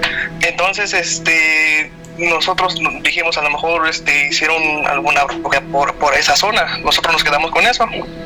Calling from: Mexico City, Mexico; desde la Ciudad de México.

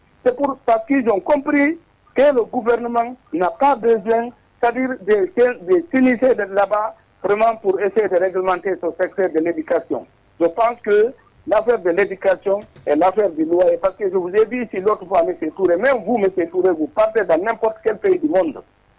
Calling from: Fouta Djallon, Guinea; chez nous, au Foutan

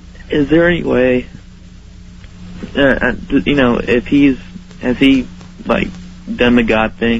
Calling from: Lubbock, Texas, United States; from Lubbock, Texas.

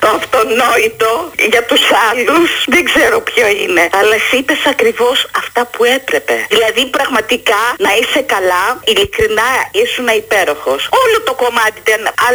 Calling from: Glyfada, Attica, Greece; από Γλυφάδα.

